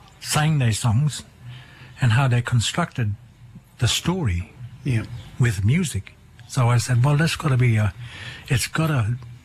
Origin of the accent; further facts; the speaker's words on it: Western Australia, Australia; And we have family from there, so we're from the Bunyal people, but we relate to Nimanbur.